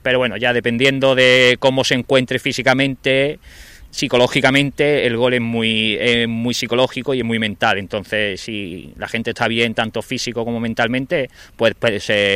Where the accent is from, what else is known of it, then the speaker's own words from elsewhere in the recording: Málaga, Andalusia, Spain; vamos a hacer camperos muy típicos de Málaga, que eso aquí en Motril no. Entonces, como yo soy de Málaga, Pedro, pues lo traigo para que la gente lo pruebe.